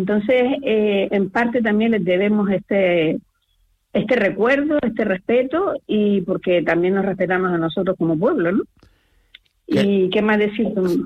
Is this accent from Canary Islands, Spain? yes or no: yes; Canary Islands, Spain